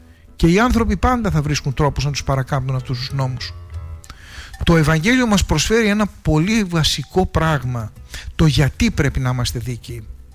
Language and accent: Greek; Greece; Είμαστε Ορθόδοξοι επειδή είμαστε Έλληνες.